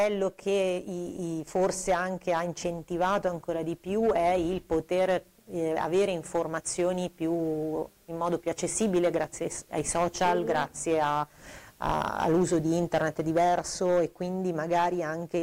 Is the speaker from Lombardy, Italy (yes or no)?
yes; Lecco, Lombardy, Italy